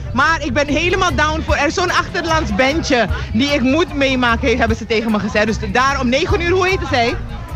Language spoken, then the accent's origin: Dutch; Suriname; ik kom uit Suriname. Ik ben zongewend van 38 graden elke dag.